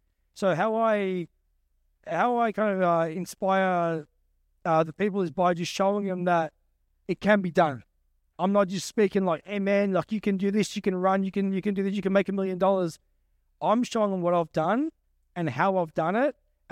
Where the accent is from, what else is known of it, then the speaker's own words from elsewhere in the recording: Melbourne, Victoria, Australia; I grew up around the area, I grew up around Kill Downs